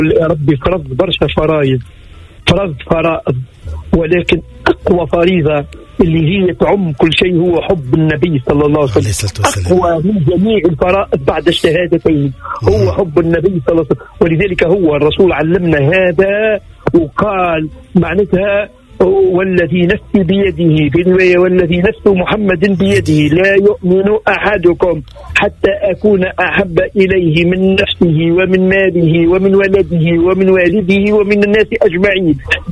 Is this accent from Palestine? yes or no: no; Tunisia; وتعرف احنا عندنا في تونس الجوامع عندنا الكل كانوا يدفنوا الليل